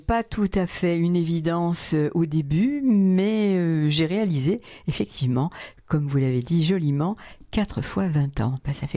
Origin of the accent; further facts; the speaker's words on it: Paris, Île-de-France, France; Alors oui, à l'origine, bien sûr, j'habite Paris, je suis parisienne.